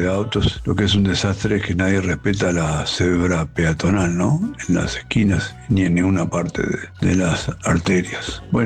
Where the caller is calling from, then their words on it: Buenos Aires, Argentina; de Liniers